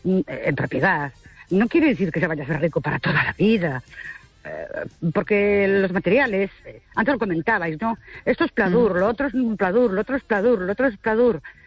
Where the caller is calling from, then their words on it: Ourense, Galicia, Spain; de Ourense otra vez.